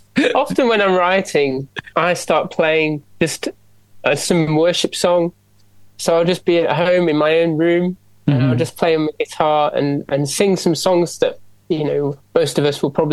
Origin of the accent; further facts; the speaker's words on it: Nottingham, East Midlands, United Kingdom; moved away as an adult; now in Leeds, United Kingdom; I grew up in a Pentecostal church back in Nottingham.